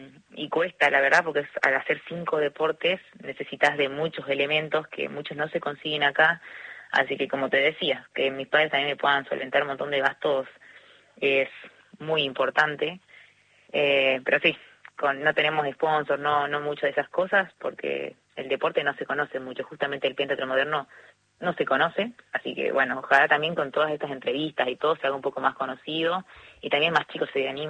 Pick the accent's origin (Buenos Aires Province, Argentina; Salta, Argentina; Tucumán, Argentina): Salta, Argentina; Yo soy de Capital.